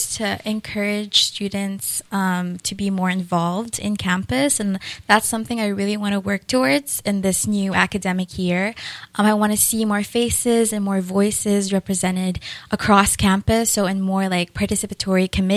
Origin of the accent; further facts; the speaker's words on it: Dubai, United Arab Emirates; moved away as an adult; now in California, United States; So I actually was born and raised outside of the U.S. I was born and raised in Dubai, United Arab Emirates.